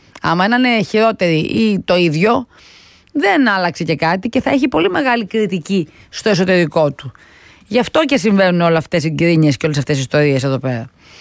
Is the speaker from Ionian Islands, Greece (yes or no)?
yes; Lefkada, Ionian Islands, Greece; Σήμερα και αύριο γιορτάζει το νησί μου, η πατρίδα μου, η Λευκάδα.